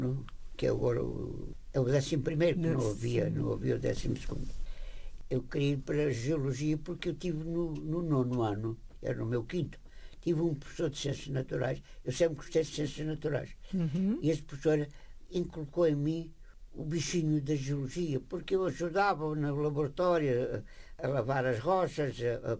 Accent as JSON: {"language": "Portuguese", "town": "Évora", "region": "Alentejo", "country": "Portugal", "said": "E deslumbrei com a capital, que venho de Évora, uma cidade de província. Estou na capital sozinho"}